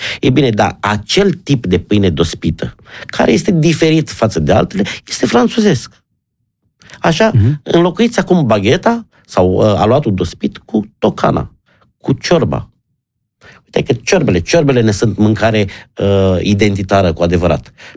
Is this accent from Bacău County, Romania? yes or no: no; Sălaj County, Romania; pentru că sunt din Sălaj, doar într-un singur județ.